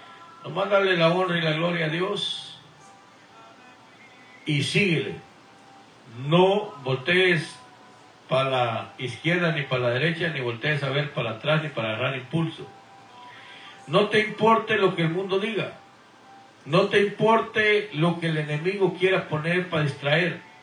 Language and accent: Spanish; Guatemala; moved away as an adult; now in Houston, United States; Y habito y vivo aquí en Houston, Texas, por ya pasadito de 30 años, pero recuerde, no podemos olvidar nuestras raíces, de dónde venimos y cuál es nuestra tierra donde nacimos y crecimos.